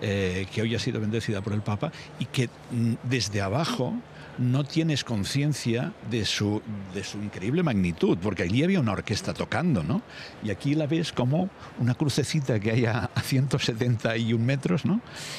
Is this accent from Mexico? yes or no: no; Barcelona, Catalonia, Spain; como barcelonés me siento orgulloso